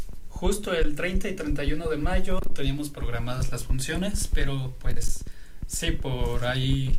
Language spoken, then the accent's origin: Spanish; Toluca, State of Mexico, Mexico; Yo soy de Toluca, del Estado de México.